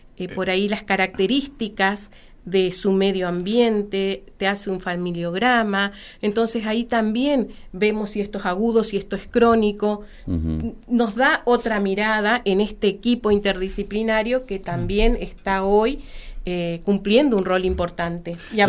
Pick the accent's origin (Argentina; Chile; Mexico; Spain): Argentina; Misiones; Qué lindo decir soy de Misiones cuando uno va y asiste a los congresos